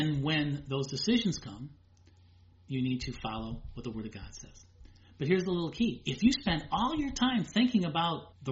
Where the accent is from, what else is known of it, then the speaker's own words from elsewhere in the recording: Indiana, United States; I grew up in Indiana. We had a lot of old cars.